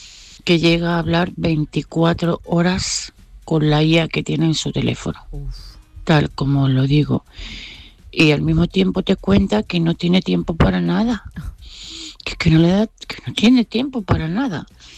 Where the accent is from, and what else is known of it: Málaga, Andalusia, Spain